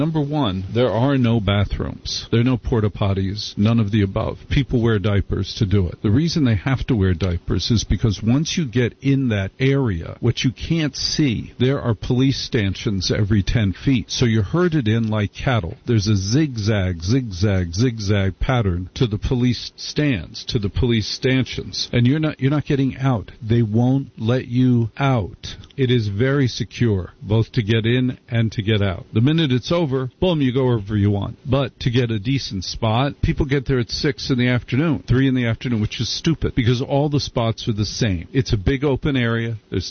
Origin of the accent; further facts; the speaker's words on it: New York City, New York, United States; as a New Yorker